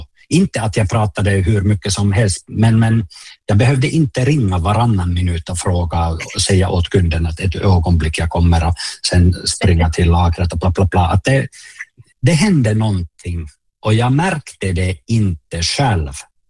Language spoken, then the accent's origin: Swedish; Oulu, North Ostrobothnia, Finland; Swedish is a second language; jag är från Uleåborg. Som ni hör, jag kan inte prata svenska ordentligt, men jag håller på att lära mig.